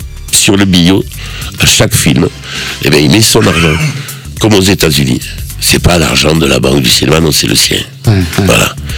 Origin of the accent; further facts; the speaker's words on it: Corsica, France; born there; moved away; Quand j'arrive en Corse, je parle Corse.